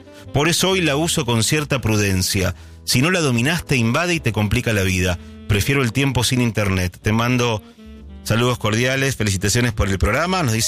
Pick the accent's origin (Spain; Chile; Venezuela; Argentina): Argentina; San Miguel, Buenos Aires Province; born there; now in Fray Mamerto Esquiú, Argentina; Nací en Buenos Aires, en San Miguel, viviendo en Torcuato, en el barrio San Calal.